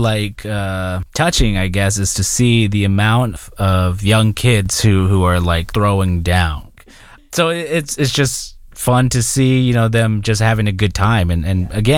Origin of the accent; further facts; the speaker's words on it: Arizona, United States; So I'm from the Gila River Indian community.